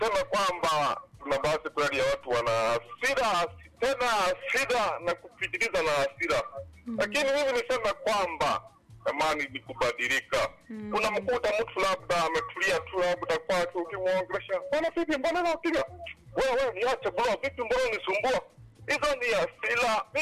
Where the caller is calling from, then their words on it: Singida, Tanzania; Natokea maeneo ya Ponyanumbu hapo kwa Ward Mabiazi Barete mkoa ni Simida dangu.